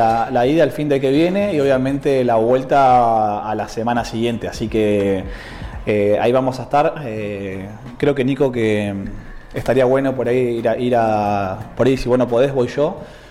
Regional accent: Neuquén, Argentina; nosotros somos neuquinos

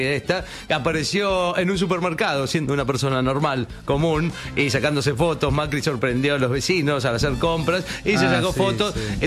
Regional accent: La Pampa, Argentina; vos me confirmarás que soy de La Pampa

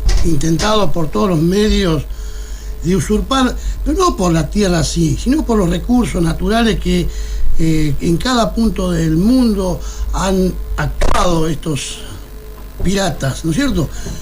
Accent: Argentina

